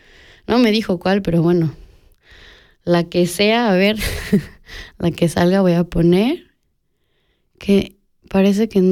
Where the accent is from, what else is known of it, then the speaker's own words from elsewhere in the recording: Mexico; now in Switzerland; como latinoamericanos y mexicanos